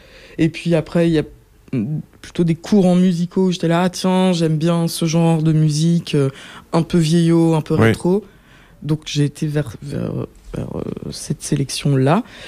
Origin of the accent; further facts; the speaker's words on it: Brussels, Belgium; Je suis bruxelloise.